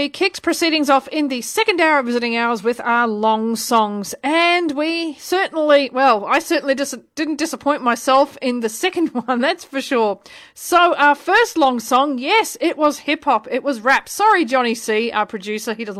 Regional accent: Switzerland; don't do dairy alternatives. We are dairy junkies because we come from Switzerland.

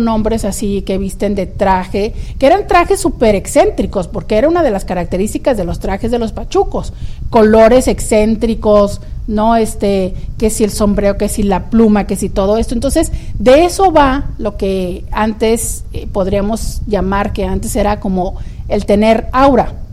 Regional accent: Mexico; Y ya sabes cómo somos los mexicanos, que somos bien, bien fans.

